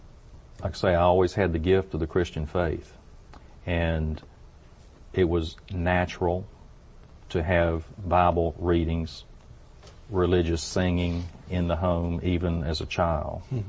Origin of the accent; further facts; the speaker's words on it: Burlington, North Carolina, United States; I grew up in Burlington, which at the time was a sleepy textile town